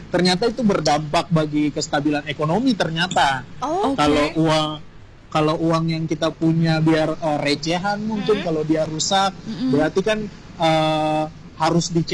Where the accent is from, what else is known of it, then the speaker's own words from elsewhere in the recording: Maluku, Indonesia; Dan kebetulan di daerahku di Maluku aku keluar jadi juara satu.